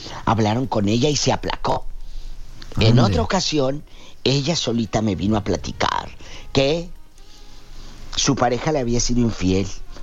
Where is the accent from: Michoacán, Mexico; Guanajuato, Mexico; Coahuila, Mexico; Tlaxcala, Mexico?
Michoacán, Mexico; Soy de Michoacán, diva.